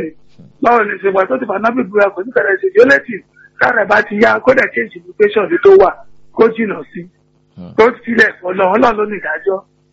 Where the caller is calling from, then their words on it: Jericho, Oyo, Nigeria; láti Jẹ́ríkò.